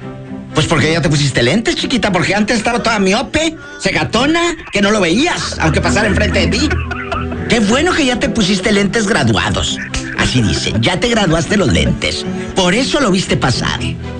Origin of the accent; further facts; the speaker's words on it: Matamoros, Tamaulipas, Mexico; No sé si en Matamoros, en mi tierra, así le decían